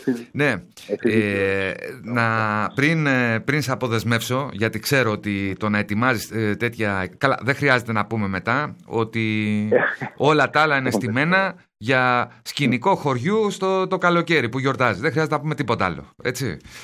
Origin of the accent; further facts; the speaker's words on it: Karveli, Peloponnese, Greece; όπως το χωριό μου, το Καρβέλι, ίδια ακριβώς ιστορία. Ήταν και στο δικό μου το χωριό, το Καρβέλι.